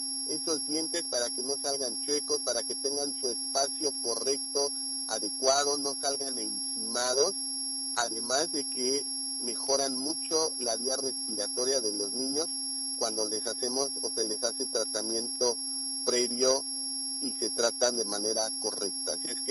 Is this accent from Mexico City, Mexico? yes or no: yes; Tláhuac, Mexico City, Mexico; ¿Qué puedo hacer? Soy de Tláhuac.